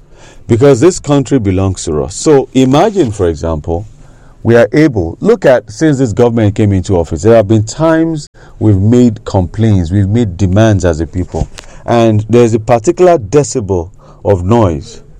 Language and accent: English; Nigeria; As a Nigerian, you need to know your country.